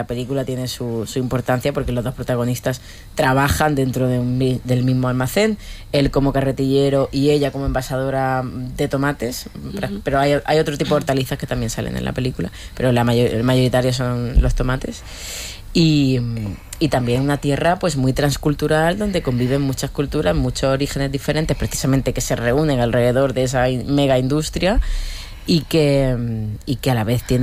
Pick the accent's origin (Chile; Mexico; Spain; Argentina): Spain; Níjar, Andalusia; now in Madrid, Spain; Que es mi casa, claro. Yo me crié.